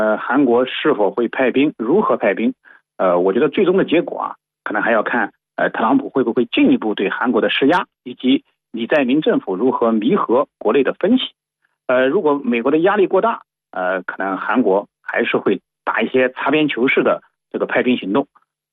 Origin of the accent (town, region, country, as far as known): China